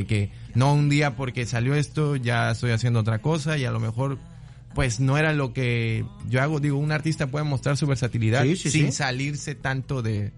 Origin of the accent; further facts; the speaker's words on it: Veracruz, Mexico; yo soy de aquí, de Veracruz